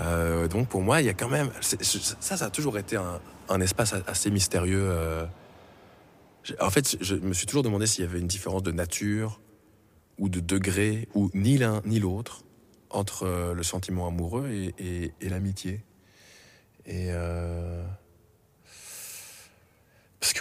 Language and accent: French; Brussels, Brussels-Capital Region, Belgium; Alors on dit: ben, on vient de Bruxelles, en Belgique.